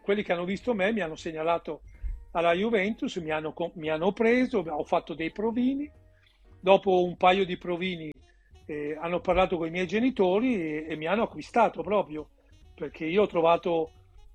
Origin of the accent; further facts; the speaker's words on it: Veneto, Italy; io da Veneto, all'epoca era appena, cioè sempre, io sono cresciuto a pane e terroni, diciamolo, cioè da ragazzini nel nostro Veneto, nel nostro quartiere, nel nostro rione